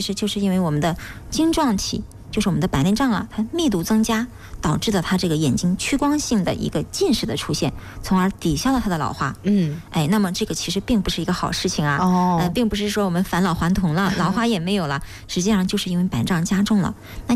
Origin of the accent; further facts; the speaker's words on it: Wuhan, Hubei, China; 我们武汉人